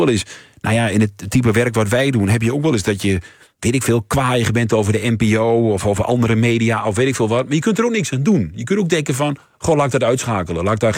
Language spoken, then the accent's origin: Dutch; Overijssel, Netherlands; Maar ik ben altijd, ik kom uit Twente.